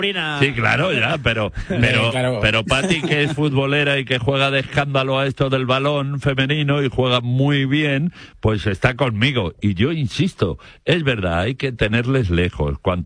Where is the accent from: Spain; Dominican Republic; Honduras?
Spain; y como yo soy español y de la selección, yo no tengo que andar cohibiéndome con a ver qué van a pensar en Argentina